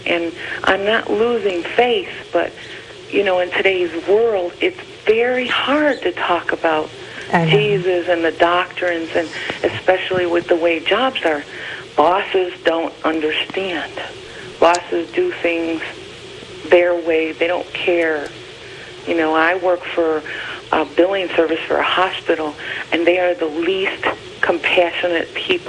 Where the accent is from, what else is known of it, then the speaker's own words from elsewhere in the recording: Alsip, Illinois, United States; I'm from Alsip, Illinois.